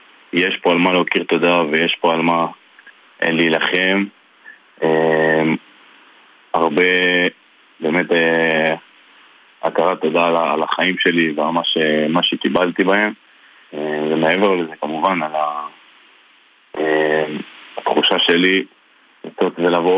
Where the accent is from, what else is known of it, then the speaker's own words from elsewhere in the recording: Ness Ziona, Central District, Israel; אז אני גדלתי בנס ציונה.